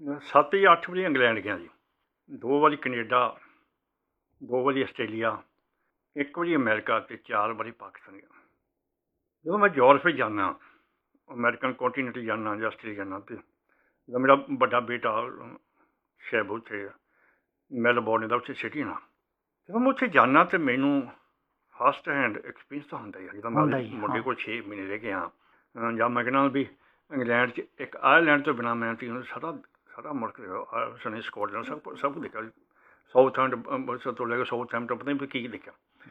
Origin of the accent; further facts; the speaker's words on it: Punjab, India; also born or lived in Chandigarh; now in Jalandhar, India; ਮੈਂ ਪਿੰਡ 'ਚ ਜਾਮ ਪਲਿਆ ਵਾਂ, ਮੈਂ ਸ਼ਹਿਰ 'ਚ ਨਹੀਂ ਨਾ, ਪਰ ਮੈਂ ਵਾਸਤਾ ਪਿੰਡ 'ਚ ਹੀ ਹਾਂ, ਮੇਰੀ ਸਬਕੋਨਸ਼ੀਅਸ ਮਾਇੰਡ 'ਚ ਉਹ ਮੇਰਾ ਪਿੰਡ ਬੈਠਾ। ਉਹ ਜੀ ਲੈਂਗੁਏਜ ਆ, ਲੈਂਗੁਏਜ ਦੇਖੋ, ਮੈਂ 12 ਸਾਲ ਚੰਡੀਗੜ੍ਹ ਜੋਬ ਕੀਤੀ, ਮਾਡਰਨ ਸਿਟੀ 'ਚ